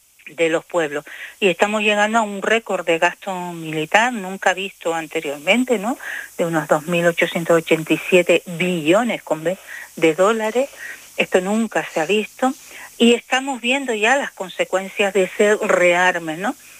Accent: Canary Islands, Spain; las mujeres que pertenecemos a este Tagorol y que somos de Tenerife, hemos querido hacer una iniciativa para este 24 de marcha

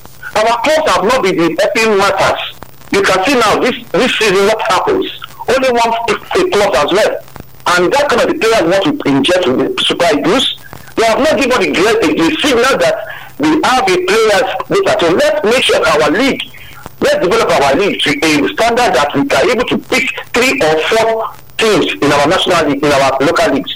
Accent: Nigeria; I'm a Nigerian.

